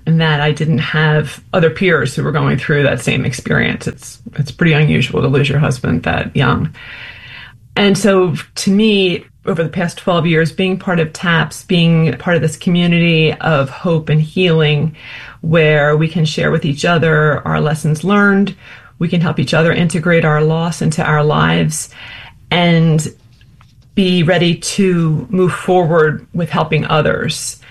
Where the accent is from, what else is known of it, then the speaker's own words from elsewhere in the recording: New Jersey, United States; I'm from New Jersey, so Memorial Day used to be going down the shore.